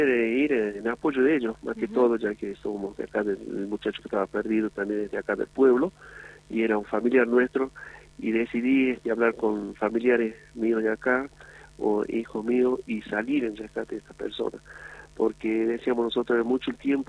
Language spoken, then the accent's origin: Spanish; Antofagasta de la Sierra, Catamarca, Argentina; yo soy acá de Antofagasta, soy un proveedor minero de acá de la zona, conocedor también de la zona.